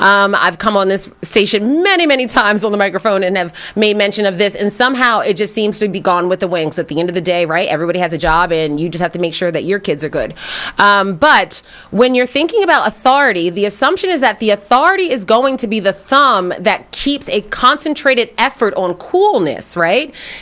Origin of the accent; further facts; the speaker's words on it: Philadelphia, Pennsylvania, United States; I'm born and raised in Philadelphia. I love it here. I call myself a townie proudly.